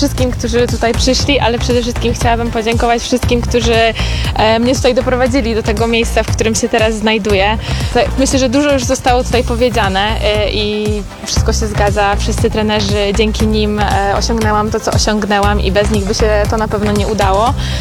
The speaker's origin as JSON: {"language": "Polish", "town": "Iława", "region": "Warmian-Masurian Voivodeship", "country": "Poland", "said": "jestem z takiego pięknego miasta, gdzie zaraz ze szkoły mogłam przejść obok jezioraka i wskoczyć na tą optymistkę. Także to, że jestem z małego miasta"}